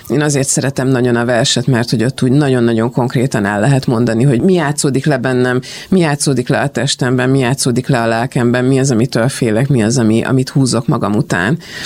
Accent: Vojvodina, Serbia; a veteránok közt nőttünk föl mindannyian ott Vajdaságban.

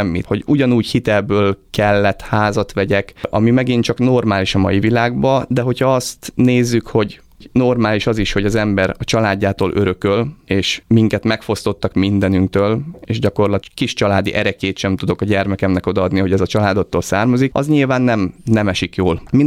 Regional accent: Zánka, Veszprém County, Hungary; csak én Zánkán nőttem föl, ami egy nagyon pozitív dolog az életemben egyébként. Egy nagyon, nagyon gyönyörű gyerekkort köszönhetek Zánkának és a Balatonfelvidéknek, de 83-ban, amikor én születtem

